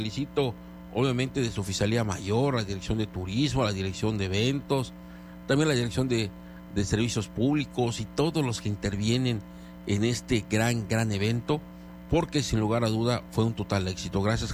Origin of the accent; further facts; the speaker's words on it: Cozumel, Quintana Roo, Mexico; los que nacimos, crecimos, nos desarrollamos en Cozumel, y Cozumel es nuestro día a día.